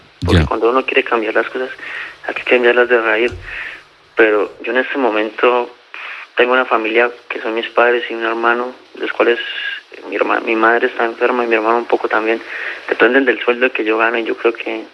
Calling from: Barcelona, Catalonia, Spain; vivo en Barcelona

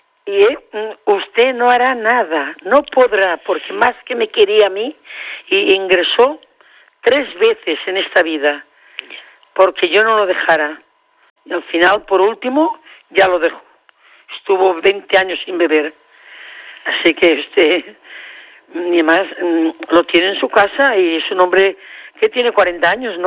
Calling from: Barcelona, Catalonia, Spain; yo vivo aquí, vivo en Horta

